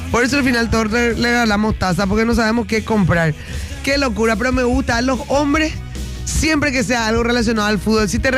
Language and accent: Spanish; Paraguay; Nosotros somos paraguayos, ¿verdad?